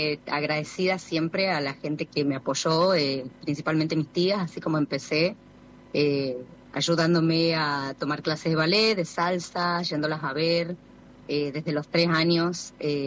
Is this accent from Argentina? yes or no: yes; San Salvador de Jujuy, Jujuy, Argentina; moved away as an adult; also born or lived in Córdoba; now in Mexico; yo me crié en Alto Comedero, con una madre soltera que hizo cargo de 4 hijas.